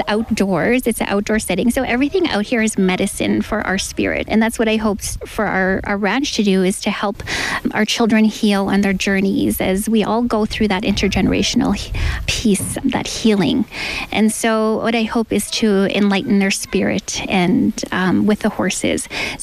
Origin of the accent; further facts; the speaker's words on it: Kawacatoose Cree Nation, Saskatchewan, Canada; now in Tsuut'ina Nation, Canada; I'm originally from Kakawishtahau Cree Nation in Saskatc